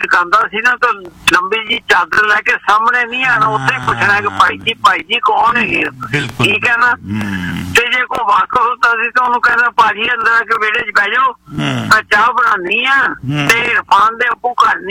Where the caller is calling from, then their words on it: Lahore, Punjab, Pakistan; ਮੈਂ ਲਾਹੌਰ ਲਕਸ਼ਮੀ ਚੌਕ ਤੋਂ ਬਿਲੋਂਗ ਕਰਦਾ।